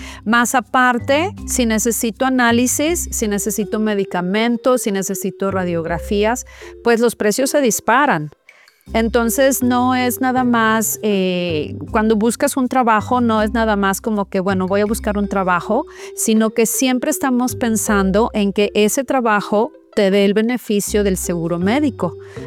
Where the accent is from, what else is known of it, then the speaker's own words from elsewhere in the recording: Mexico; now in United States; yo crecí pues en México yendo al ISSSTE, porque mis papás pues siendo maestros era lo que nos tocaba